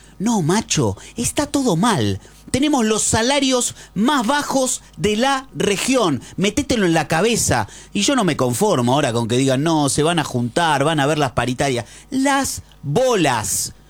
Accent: Argentina; lo que yo puedo sentir como argentino

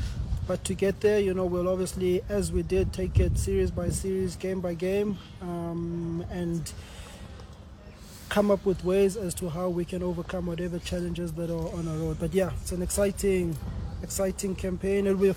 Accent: South Africa

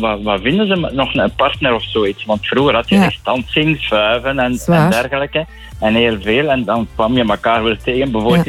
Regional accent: Flanders, Belgium; ik kom uit de streek van Dendermonde-Aalst

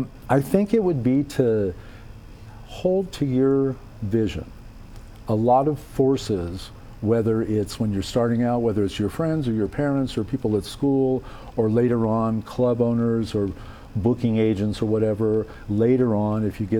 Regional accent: Silver City, New Mexico, United States; also born or lived in Texas; But I lived in New Mexico as a kid, so I lived up in Silver City, so I kind of consider myself as much a New Mexican as a Texan.

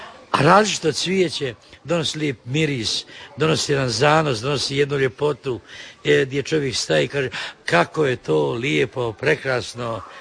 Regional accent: Sisak-Moslavina County, Croatia; smo mi na Banovini, znači to je područje Siska, Petrinje, Gline, Gvozda, Topuskoga, Sirotinski

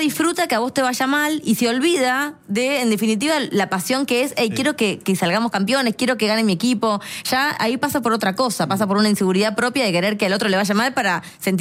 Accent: Argentina; importa que somos argentinos

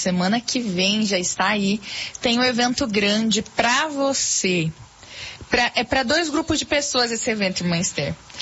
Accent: Curitiba, Paraná, Brazil; Igual nós somos aqui de Curitiba, Paraná.

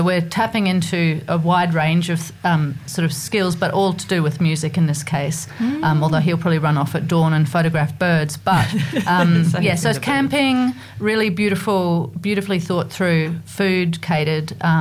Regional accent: Australia; also born or lived in New Zealand / Slovenia / Brisbane; 3.5 years in Slovenia, which is part of former Yugoslavia. Mm. But yes, I am originally from New Zealand, grew up in Australia

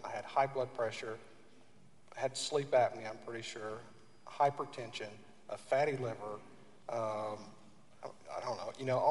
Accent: Oklahoma, United States; so I'm originally from Oklahoma, and we went home to see my family and my uncle

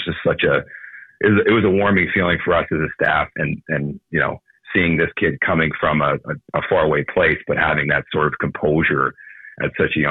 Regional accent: Ontario, Canada; I grew up just near Toronto.

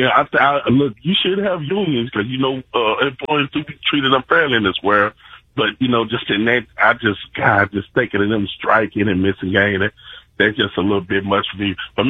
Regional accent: Tennessee, United States; I'm from the Mead in the North, right above Nashville.

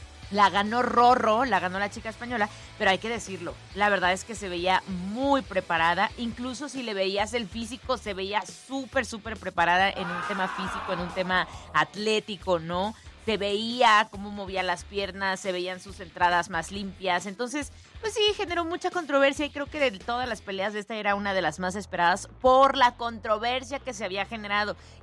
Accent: Izúcar de Matamoros, Puebla, Mexico; Yo también soy de Izúcar de Matamoros. Nada más que aquí al aire, enfrente del micrófono, pues no hablo como mixteca, ¿verdad?

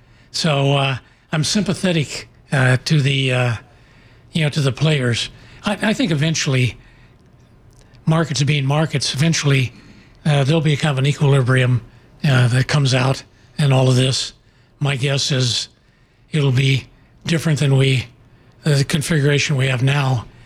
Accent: Lawrence, Kansas, United States; moved away; that's my hometown as well as where I went to school.

